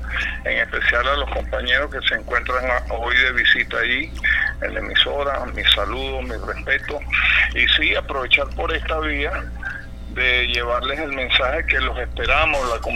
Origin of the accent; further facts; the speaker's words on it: Antímano, Capital District, Venezuela; a todo mi pueblo Antímano, a toda nuestra gente antimanense, saludo a todos en general.